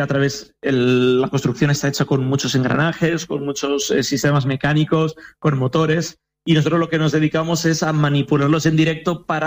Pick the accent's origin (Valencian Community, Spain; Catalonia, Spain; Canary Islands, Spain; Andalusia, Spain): Valencian Community, Spain; Vila-real; Nosotros somos de Villarreal, hemos estado en Sagunt en varias ediciones con otros espectáculos